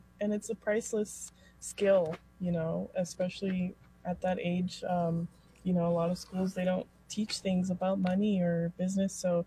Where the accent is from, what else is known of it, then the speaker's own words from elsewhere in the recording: Atascadero, California, United States; Yes, I was born and raised in Atascadero.